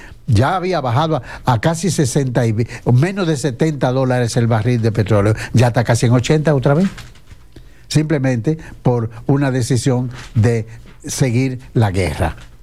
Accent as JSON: {"language": "Spanish", "country": "Dominican Republic"}